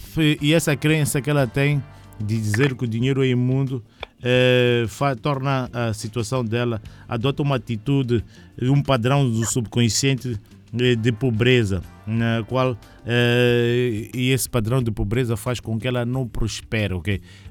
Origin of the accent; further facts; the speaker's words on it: Mozambique; born there; Eu nasci português, mas agora sou moçambicano, ok? Nasci numa terra que era portuguesa, mas depois agora já não sou mais português, sou moçambicano.